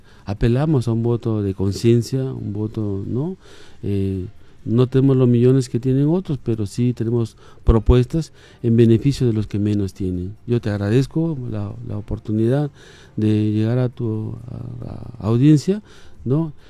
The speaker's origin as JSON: {"language": "Spanish", "town": "Santo Domingo", "region": "Piura", "country": "Peru", "tie": "born or raised there", "said": "yo provengo del distrito de Santo Domingo, de la Sierra, ¿no? Soy natural de ese distrito."}